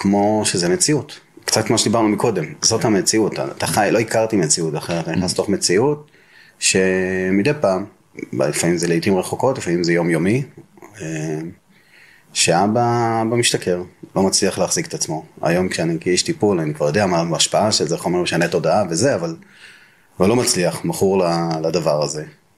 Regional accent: Mazkeret Batya, Central District, Israel; נולדתי במזכרת בתיה למשפחה ספרדית, ממוצעת, מסורתית.

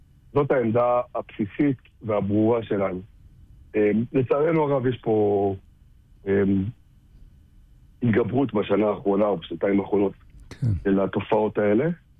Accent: Kfar Etzion, Judea and Samaria, Israel; אני רוצה להגיד שאני גדלתי בכפר עציון, ובתור ילד שעבד במטע דובדבנים

